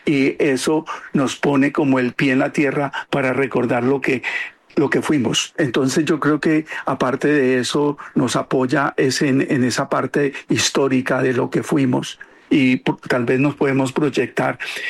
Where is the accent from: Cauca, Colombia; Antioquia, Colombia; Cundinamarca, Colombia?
Cauca, Colombia; Mercaderes; born or raised there